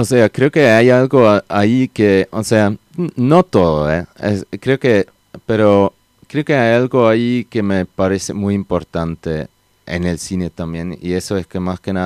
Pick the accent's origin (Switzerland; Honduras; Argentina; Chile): Switzerland; mismo yo que vengo de Suiza, y Suiza es un país, creo que se hizo, o sea, hoy en día es bastante escéptico, digamos.